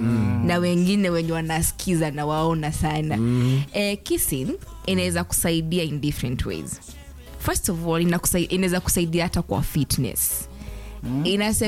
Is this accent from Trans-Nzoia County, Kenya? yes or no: no; Nyeri County, Kenya; moved away; Ushago kwetu ni Nyeri.